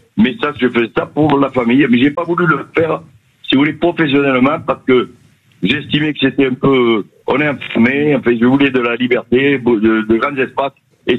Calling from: Font-Romeu, Occitanie, France; Moi, j'habite Font-Romeu, mais là, je suis en Espagne. J'ai traversé la frontière.

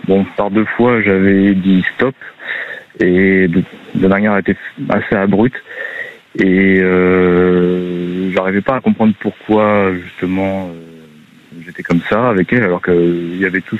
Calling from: Angers, Pays de la Loire, France; Je vous appelle de Angers, dans le Maine-et-Loire.

